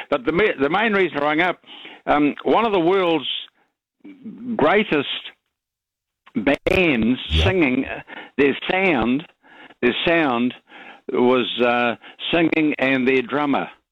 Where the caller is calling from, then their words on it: New Zealand; Well, I've never been out of New Zealand